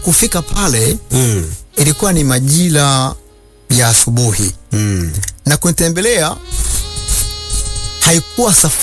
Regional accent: Kigoma, Tanzania; Na hao watu wawili ni watu wa kule kule kwetu Kigoma.

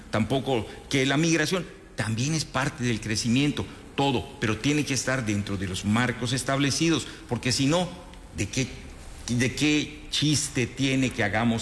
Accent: Mexico; soy mexicano, mi país firmó

